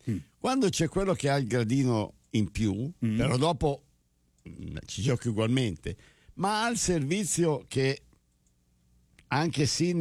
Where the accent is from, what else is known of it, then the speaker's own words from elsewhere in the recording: Milan, Lombardy, Italy; Ma certo, quindi come la gente sa che io sono milanese.